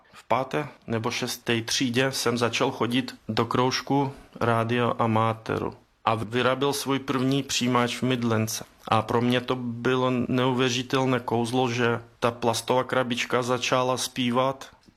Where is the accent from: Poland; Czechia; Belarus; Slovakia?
Belarus; Minsk; moved away; jsem původem z Mínska.